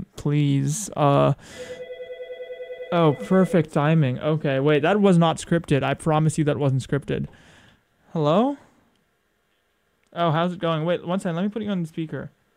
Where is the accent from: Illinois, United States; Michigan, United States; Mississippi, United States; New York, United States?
New York, United States; New York City; moved away; Yeah, so love my hometown.